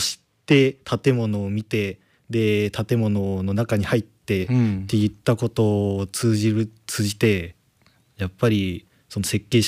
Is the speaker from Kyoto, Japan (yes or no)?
no; Ōno, Fukui, Japan; moved away; 出身が福井県の大野市です。